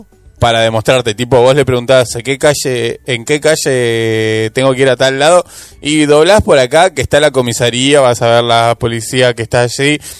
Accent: Argentina; ¿Qué debilidades? Perdón, no tengo, soy argentino.

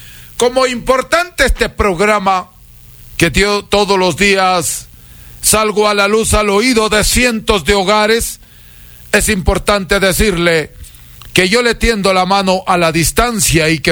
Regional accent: Huancabamba, Piura, Peru; now in Salcedo; soy el mejor chamán de América, huancabambino, peruano

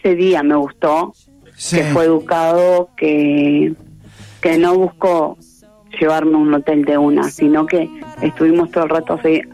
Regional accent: Canelones, Uruguay; Sí, él vivía en Florida y yo soy de Canelones.

